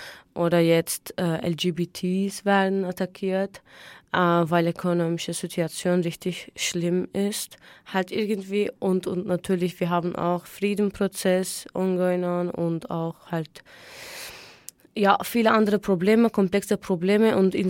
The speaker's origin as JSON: {"language": "German", "region": "Hatay", "country": "Turkey", "tie": "born or raised there", "second_language": "German", "moved": "as an adult", "lives_now": "Austria", "said": "Ich bin, bis ich 20 Jahre war, in der Türkei gelebt. Und also meine Familie ist aus der Türkei, ich bin aus der Türkei."}